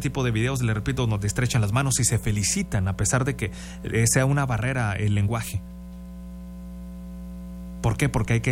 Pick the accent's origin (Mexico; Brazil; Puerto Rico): Mexico; Y como buenos mexicanos hay que saber perder con la frente en alto.